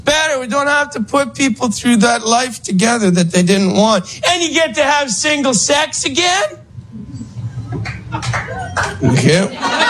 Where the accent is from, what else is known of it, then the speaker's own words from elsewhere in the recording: Canada; moved away; also born or lived in London; I'm from Canada, but I lived in London.